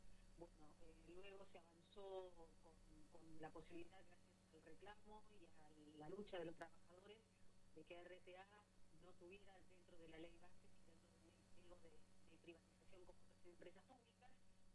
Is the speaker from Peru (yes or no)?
no; Argentina; todos los argentinos